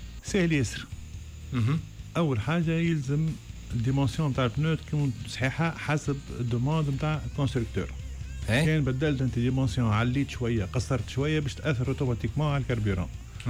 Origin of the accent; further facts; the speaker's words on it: Tunisia; خاطر احنا ما عندناش لا فيرك لا لا ثلج لا حتى شيء.